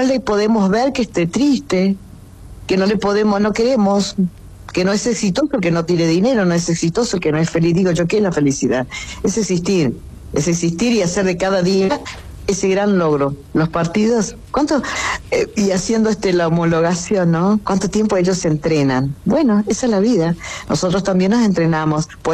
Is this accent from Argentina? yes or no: yes; Argentina; puedo también sentirme orgullosa, no solamente como argentina. Qué bueno que seamos argentinos